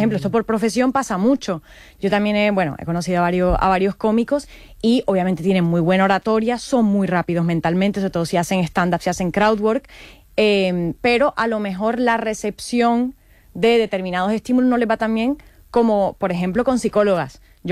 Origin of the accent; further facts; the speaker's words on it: Caribbean Region, Colombia; Yo vengo de la Andalucía de Colombia, ¿vale? De la costa del Caribe colombiano